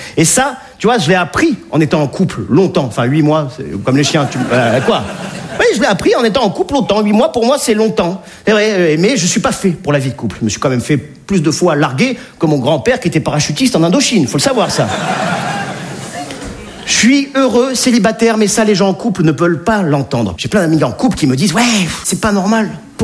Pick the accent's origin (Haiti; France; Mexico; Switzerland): France; Nice, Provence-Alpes-Côte d'Azur; now in Paris, France; je suis niçois, je ne fais pas partie de ces sudistes qui tapent sur les Parisiens, pas du tout.